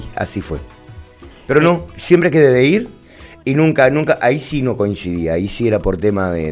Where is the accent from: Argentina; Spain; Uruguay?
Uruguay; Paysandú; moved away; yo soy de Paysandú